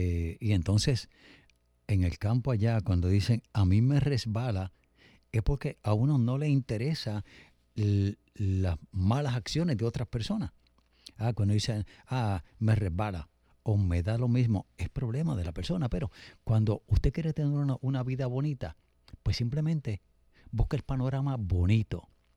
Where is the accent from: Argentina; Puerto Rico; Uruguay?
Puerto Rico; Bayamón; De hecho, en mi barrio, donde yo nací y me crié, y donde vive parte de mi familia, porque después me mudé un poco más arriba